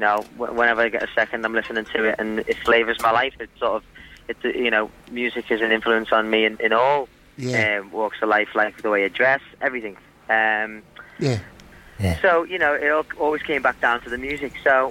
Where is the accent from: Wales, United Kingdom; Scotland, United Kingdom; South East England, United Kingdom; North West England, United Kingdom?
North West England, United Kingdom; Liverpool; now in London, United Kingdom; So I'm from Liverpool.